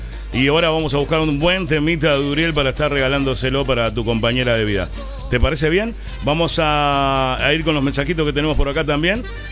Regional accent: Uruguay; moved away as an adult; now in Argentina; yo soy de la República Oriental del Uruguay. Hace más de 15 años que ando en la vuelta, 20 años hace, perdón. Que ando en la República de Concordia, en todo el país, en toda Argentina también.

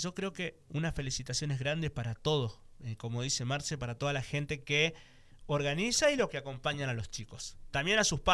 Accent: Reconquista, Santa Fe, Argentina; de acá, de nuestra reconquista, de nuestra zona

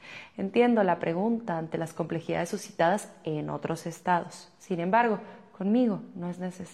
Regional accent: Ciudad Juárez, Chihuahua, Mexico; born there; coordinar los trabajos de la transformación en Ciudad Juárez, tierra trabajadora en la que nací y cuyos dolores me empujaron a hacer política.

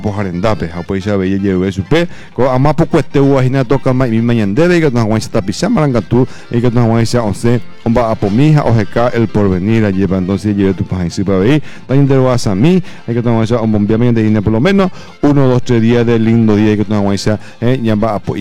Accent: Paraguay

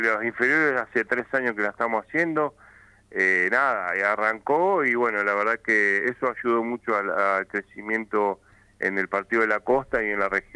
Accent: Argentina

